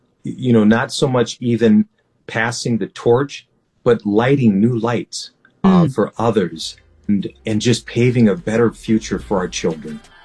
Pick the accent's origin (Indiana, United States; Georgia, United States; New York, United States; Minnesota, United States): Minnesota, United States; Minneapolis; This little boy growing up in Southside Minneapolis, running through the alleys and everything else.